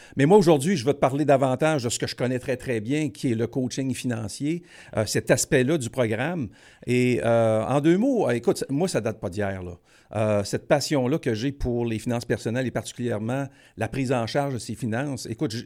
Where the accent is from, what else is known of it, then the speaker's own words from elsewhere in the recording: Quebec, Canada; il faut que je m'en retourne chez nous, au Québec.